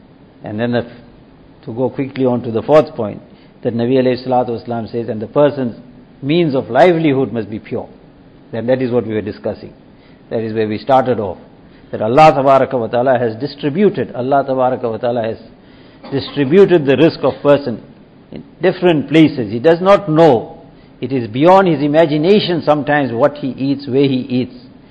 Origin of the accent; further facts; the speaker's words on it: South Africa; I come from South Africa, you come from London